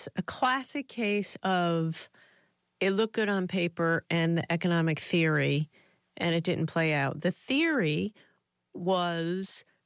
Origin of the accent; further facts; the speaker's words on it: Rhode Island, United States; I'm from Rhode Island. That's a core thing about who I am. Youngest of three kids, working class Italian-American family.